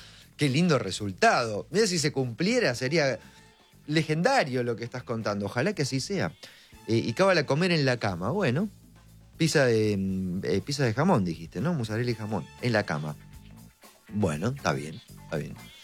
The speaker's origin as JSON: {"language": "Spanish", "country": "Argentina", "said": "cómo somos los argentinos con estas cosas"}